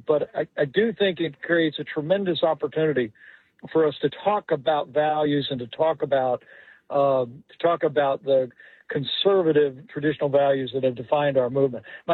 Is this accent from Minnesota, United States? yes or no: no; Indiana, United States; including my home state of Indiana, that have essentially banned abortion.